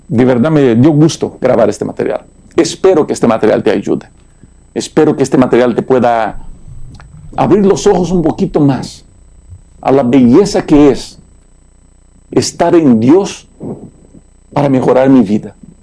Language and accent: Spanish; Brazil; now in United States; Yo soy de Brasil, fui creado en Brasil.